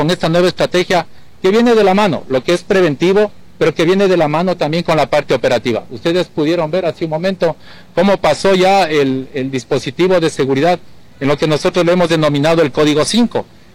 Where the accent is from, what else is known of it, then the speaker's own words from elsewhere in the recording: Ecuador; debemos sentirnos orgullosos de nuestro país, que somos ecuatorianos